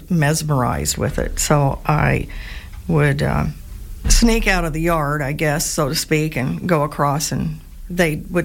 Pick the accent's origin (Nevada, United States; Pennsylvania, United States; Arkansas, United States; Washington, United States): Washington, United States; also born or lived in Phoenix, Arizona; I actually grew up in Washington, north of here, for quite a while, and then I lived in Phoenix, Arizona, for a long period of time as well.